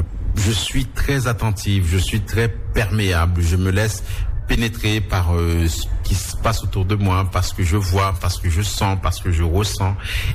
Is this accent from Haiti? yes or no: yes; Haiti; je me retrouve en exil, même si c'est chez moi, en Haïti, je me retrouve en exil dans une ambassade étrangère.